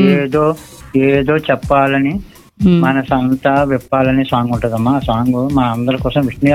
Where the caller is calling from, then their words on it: Durgada, Andhra Pradesh, India; మాది కాకినాడ జిల్లా దుర్గాడ అన్నవరం దగ్గర.